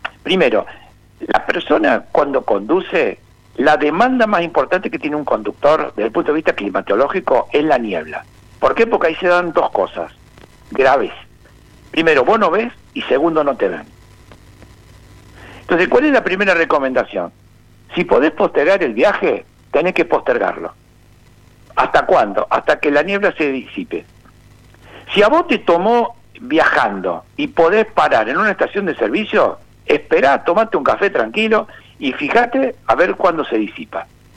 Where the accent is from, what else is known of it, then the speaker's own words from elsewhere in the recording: Argentina; en Argentina, yo hablo de Argentina